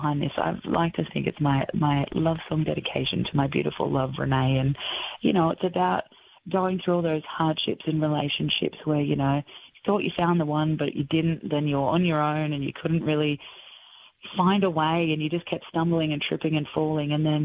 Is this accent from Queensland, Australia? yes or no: no; Bankstown, New South Wales, Australia; Look, I grew up in Bankstown, and, you know, our family getaways were down the south coast